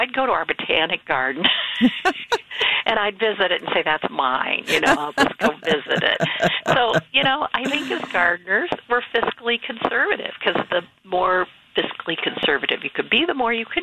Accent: Ohio, United States; born or raised there; moved away

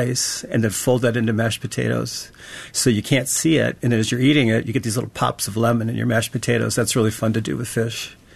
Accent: Marshfield, Wisconsin, United States; moved away as an adult; also born or lived in Madison, Wisconsin / Colorado; Growing up in central Wisconsin

